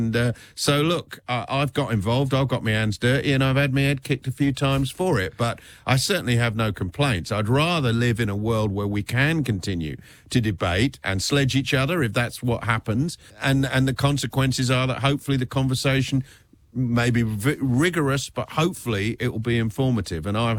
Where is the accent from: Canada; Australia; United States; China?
Australia; I'm proud, as an Australian